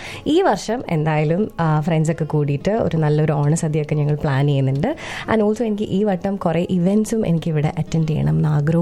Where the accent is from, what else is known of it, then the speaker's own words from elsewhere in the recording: Pathanamthitta, Kerala, India; moved away as an adult; ഞാൻ ഫ്രം പത്തനംതിട്ട.